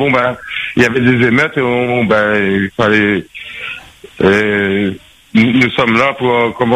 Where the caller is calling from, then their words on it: Réunion; J'habite à Jean-Petit